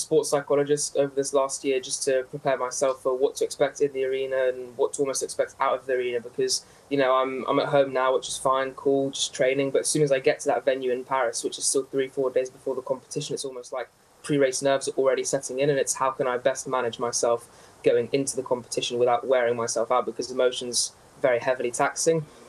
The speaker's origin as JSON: {"language": "English", "country": "Jersey", "said": "I come from Jersey"}